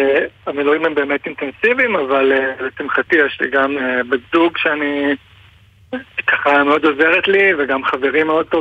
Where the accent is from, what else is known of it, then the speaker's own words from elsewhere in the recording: Revivim, Southern District, Israel; now in Nahariya, Israel; בדיוק עברתי לנהריה. אני נולדתי וגדלתי בקיבוץ רביבים.